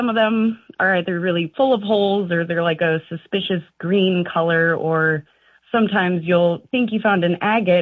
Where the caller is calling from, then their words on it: Marquette, Michigan, United States; I'm calling from Marquette, Michigan.